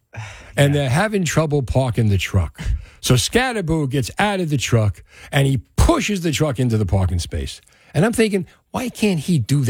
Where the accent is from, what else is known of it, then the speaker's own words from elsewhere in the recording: Union City, New Jersey, United States; who I grew up with in Union City